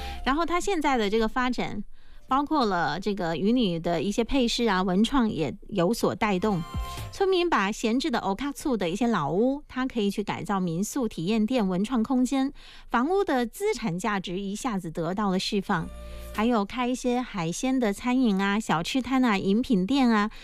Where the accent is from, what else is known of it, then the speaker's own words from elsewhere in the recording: Quanzhou, Fujian, China; 然后就是我们泉州籍的一些明星